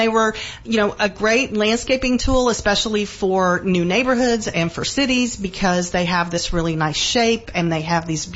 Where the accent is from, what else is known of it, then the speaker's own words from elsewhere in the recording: Locust Grove, Oklahoma, United States; I grew up in Locust Grove. I think we talked a little bit about that, and grew up on Spring Creek